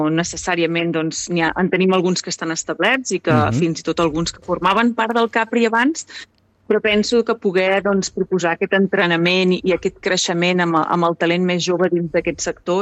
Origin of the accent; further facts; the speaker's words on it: Jorba, Catalonia, Spain; Doncs originàriament jo soc de Jorba, d'un poble petit al voltant d'Igualada.